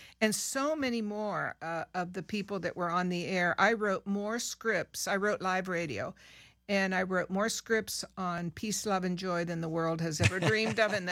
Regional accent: Peru; I had never learned Spanish formally. I was born and raised in Peru, but it was interesting.

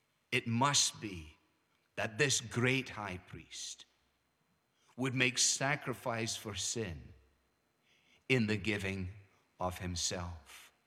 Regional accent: Scotland, United Kingdom

